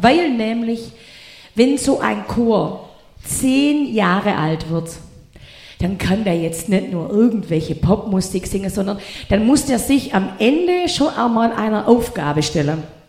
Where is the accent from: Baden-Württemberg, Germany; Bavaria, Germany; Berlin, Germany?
Baden-Württemberg, Germany; Also lassen Sie mich bitte nicht im Stich, ich bin auch Schwabe.